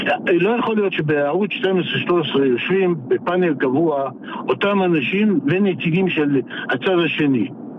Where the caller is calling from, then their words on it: Jerusalem, Jerusalem District, Israel; מירושלים.